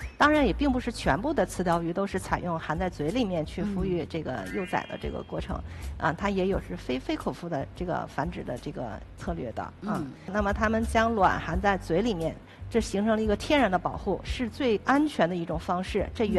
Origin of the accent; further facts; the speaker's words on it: China; 我们中国人